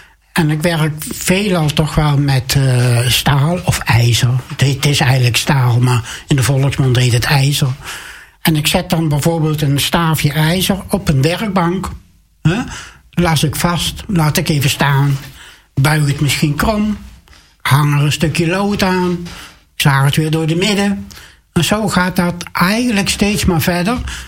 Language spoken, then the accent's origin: Dutch; Gelderland, Netherlands; born there; moved away as an adult; now in Waarland, Netherlands; Ik ben geboren in Gelderland. Westmaaswaal, daar ben ik geboren.